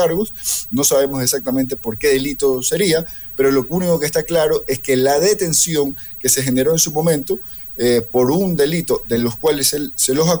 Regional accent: Ecuador; la definición que tenemos todos como ecuatorianos

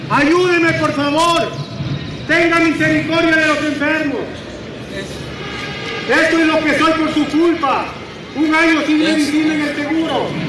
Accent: Zaruma, El Oro, Ecuador; Vengo de la ciudad de Zaruma.

